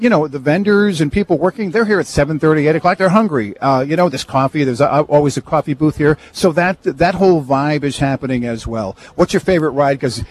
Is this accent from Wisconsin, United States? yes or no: no; Rhode Island, United States; Now, I grew up in Rhode Island.